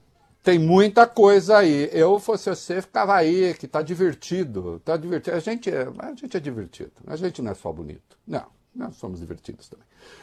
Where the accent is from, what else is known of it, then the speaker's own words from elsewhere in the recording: Dois Córregos, São Paulo, Brazil; Um ouvinte nosso lá da região de Dois Córregos, e a gente sabe, Dois Córregos é a minha terra natal, uma terra de bravos, uma terra de valentes, né?